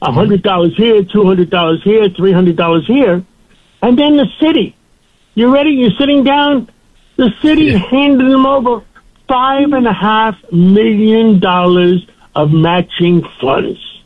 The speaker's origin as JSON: {"language": "English", "region": "New York", "country": "United States", "tie": "born or raised there", "first_language": "Greek", "second_language": "English", "said": "I grew up in West Harlem by City College."}